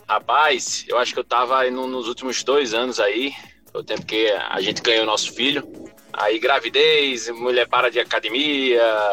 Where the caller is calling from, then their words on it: Barreiras, Bahia, Brazil; sou daqui de Barreiras, Bahia.